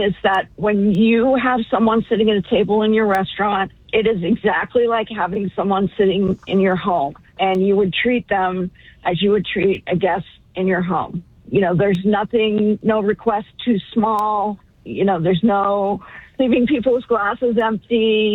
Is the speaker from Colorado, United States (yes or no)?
yes; Boulder, Colorado, United States; now in New York, United States; I wish I still lived there. Although I love New York. I grew up in Boulder.